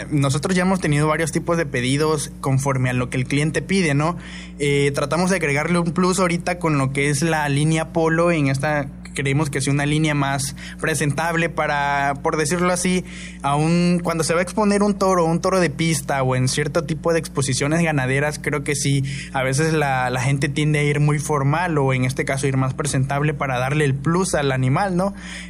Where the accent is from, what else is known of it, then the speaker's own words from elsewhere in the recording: Mexico; somos aquí emprendedores mexicanos